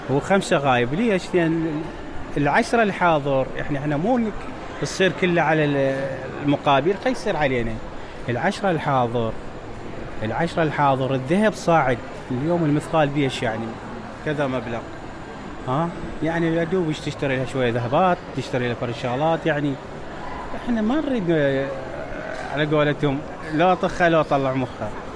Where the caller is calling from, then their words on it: Najaf, Najaf Governorate, Iraq; كنت كاشير ببازار بالنجف. انا طبعا من اهل النجف.